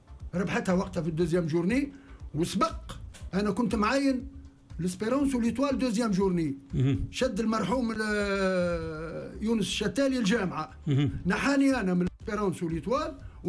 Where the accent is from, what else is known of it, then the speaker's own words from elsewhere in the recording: Tunisia; انا تونسي وفي بلادي